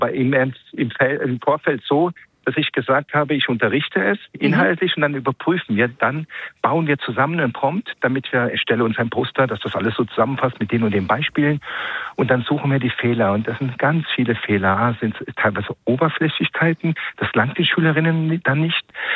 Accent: Rhineland-Palatinate, Germany; Komm, ich komme aus Rheinland-Pfalz

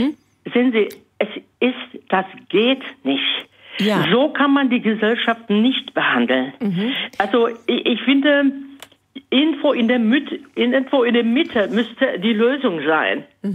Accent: Bohemia, Czechia; Ich komme aus Böhmen.

